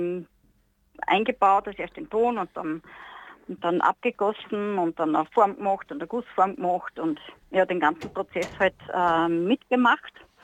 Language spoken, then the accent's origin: German; Lower Austria, Austria; habe Wurzeln nach Holland. Mhm. Ja, bin aber geboren, gefüttert und aufgewachsen da im Waldviertel.